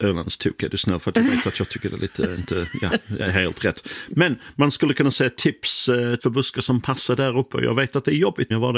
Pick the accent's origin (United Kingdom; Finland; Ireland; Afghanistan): United Kingdom; England; now in Sweden; Och jag kan säga att Ingmar Stenmark, han var ändå en hjälte för mig när jag var liten i England och kollade på skidåkning på lördag eftermiddag.